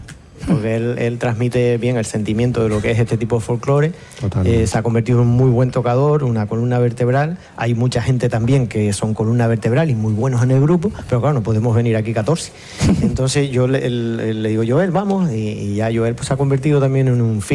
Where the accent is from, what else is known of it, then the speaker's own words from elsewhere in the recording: Tenerife, Canary Islands, Spain; lo que somos los tinerfeños y por extensión muchos canarios